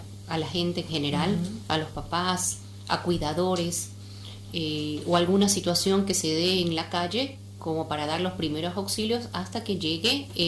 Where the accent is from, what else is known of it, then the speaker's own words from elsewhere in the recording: Ecuador; moved away as an adult; now in Gobernador Gregores, Argentina; yo vengo de Ecuador.